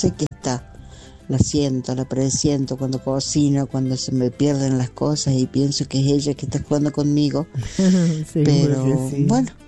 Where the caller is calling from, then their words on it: Argentina; de Barrio Lilas de Horizonte